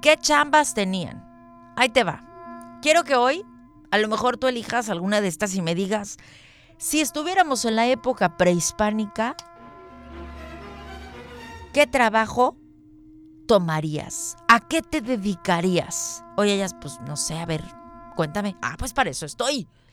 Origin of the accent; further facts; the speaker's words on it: Mexico; orgullosamente somos mexicanos